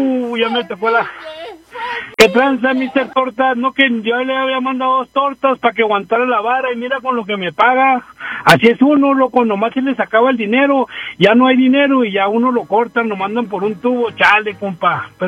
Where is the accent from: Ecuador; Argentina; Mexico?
Mexico; now in United States; Yo como mexicano